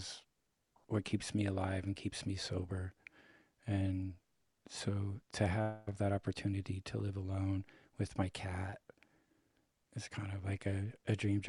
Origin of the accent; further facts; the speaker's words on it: Pacific Northwest, United States; I come from the Columbia River, Nichiwana, in my language. I'm a river person, meaning people didn't really assimilate well into the reservation system. So we just stuck to the river most of our lives. I'm enrolled Cowlitz, so the Cowlitz Indian Nation